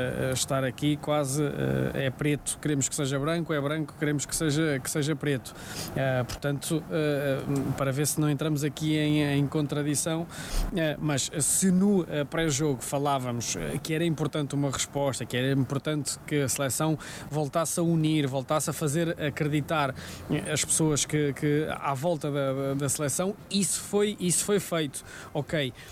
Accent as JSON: {"language": "Portuguese", "country": "Portugal"}